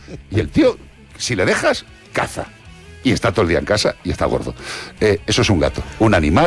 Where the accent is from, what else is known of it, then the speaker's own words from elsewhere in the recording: Madrid, Community of Madrid, Spain; born there; Yo nací en Madrid.